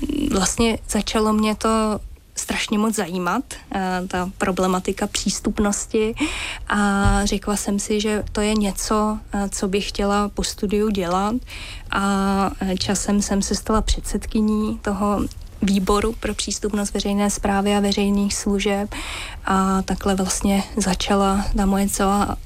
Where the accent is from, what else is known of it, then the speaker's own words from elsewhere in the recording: Mělník, Central Bohemian Region, Czechia; když jsem jezdila mezi Mělníkem a Prahou a Mělníkem, protože já jsem z Mělníka